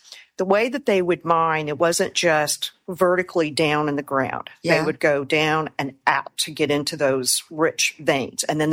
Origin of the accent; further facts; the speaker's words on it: Oklahoma, United States; born there; I was born there on the Osage Reservation.